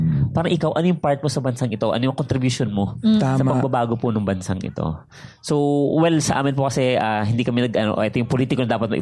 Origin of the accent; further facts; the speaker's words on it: Marikina, Metro Manila, Philippines; Hindi po, ako po ay taga-Marikina.